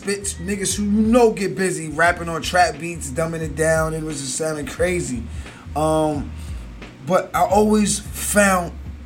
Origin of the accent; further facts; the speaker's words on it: Alabama, United States; I'm from Alabama. My whole family's from Alabama, so I love the South.